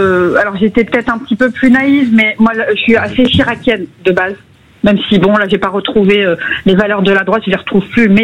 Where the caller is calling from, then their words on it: Bayonne, Nouvelle-Aquitaine, France; J'habite à Bayonne